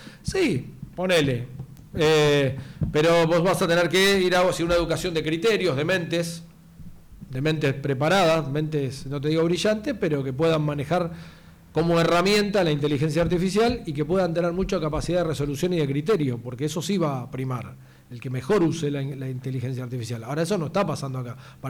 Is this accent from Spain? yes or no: no; Argentina